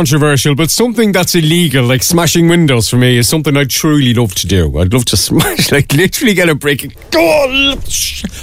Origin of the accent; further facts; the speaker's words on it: Ballybrack, Leinster, Ireland; also born or lived in Shankill; I grew up in Ballybrack